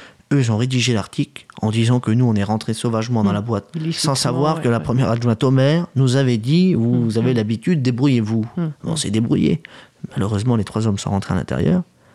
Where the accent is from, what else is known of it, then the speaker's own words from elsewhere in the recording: France; Pourtant on est français.